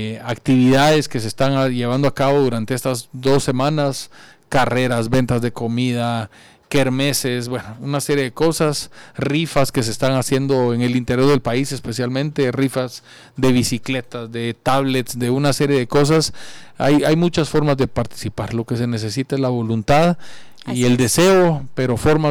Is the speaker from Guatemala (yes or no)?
yes; Guatemala; somos nosotros los guatemaltecos